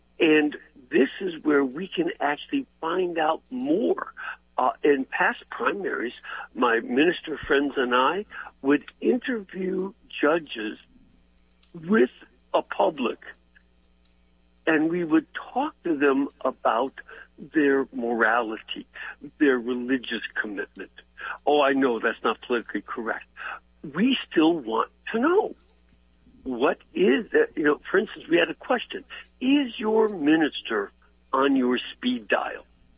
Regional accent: Illinois, United States; I'm from Illinois.

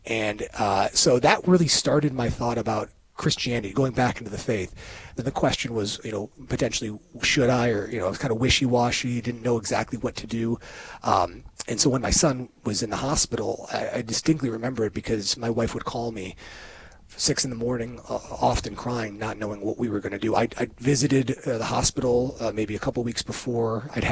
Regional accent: Oconomowoc, Wisconsin, United States; And so I grew up in Oconomowoc, Wisconsin. I went to St. Bruno's, but I was not able to get confirmed because I just wasn't feeling it.

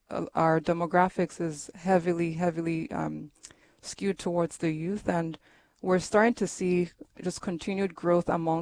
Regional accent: Nigeria; I am from Nigeria.

